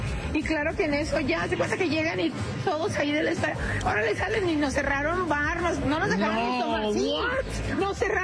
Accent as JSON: {"language": "Spanish", "region": "Chihuahua", "country": "Mexico"}